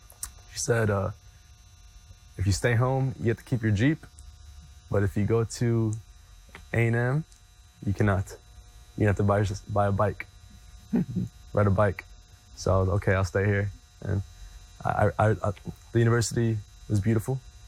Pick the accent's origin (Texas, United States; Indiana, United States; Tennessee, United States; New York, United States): Texas, United States; Yeah, I'm a Texan.